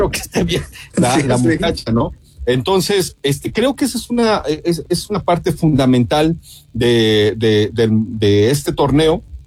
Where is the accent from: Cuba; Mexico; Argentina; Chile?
Mexico; nosotros como nación.